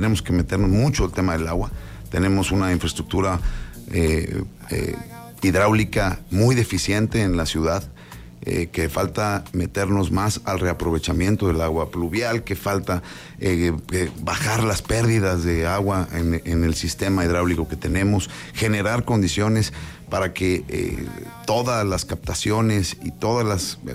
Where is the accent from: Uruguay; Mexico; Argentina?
Mexico; Sonora; born there; now in Querétaro, Mexico; Yo soy un queretano nacido en Sonora, llegué a vivir a Querétaro en el 2009